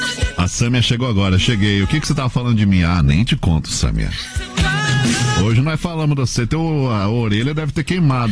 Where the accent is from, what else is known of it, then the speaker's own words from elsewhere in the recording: Lages, Santa Catarina, Brazil; e eu sou de Lages